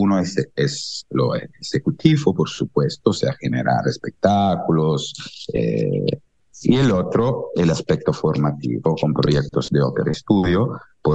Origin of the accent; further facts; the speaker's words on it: Genoa, Liguria, Italy; en mi ciudad, en Génova